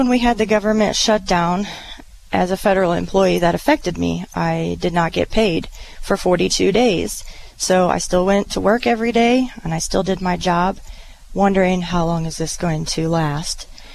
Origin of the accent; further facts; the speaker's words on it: Springfield, Illinois, United States; also born or lived in Lincoln, Illinois; now in Auburn, United States; I grew up here in Springfield and surrounding areas. I still live close. I live in Auburn.